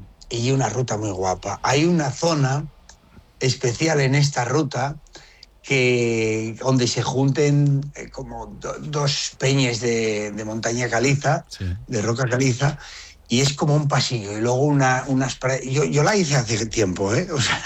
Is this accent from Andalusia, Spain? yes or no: no; Asturias, Spain; born there; Yo te diría también que fuesen a Valle, arriba a La Collada, que ves Picos de Europa, que ves el Sueve, que ves... Pero no quiero que vayan, porque es mi pueblo.